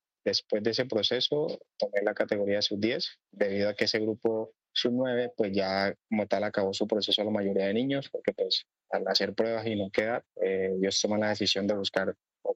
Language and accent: Spanish; Nariño, Colombia; moved away; Porque yo tenía un negocio en Bocate Satín en Nariño, que es la tierra de donde soy